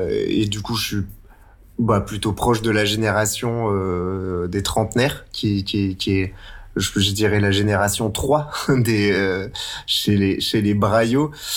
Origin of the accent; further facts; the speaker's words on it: Saint-Étienne, Auvergne-Rhône-Alpes, France; En plus, on est stéphanois et on ose chanter en occitan.